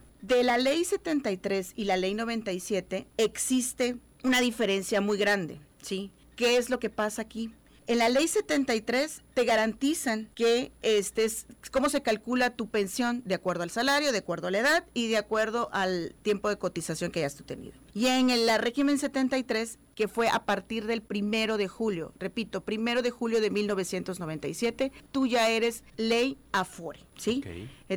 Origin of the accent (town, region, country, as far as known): Mexico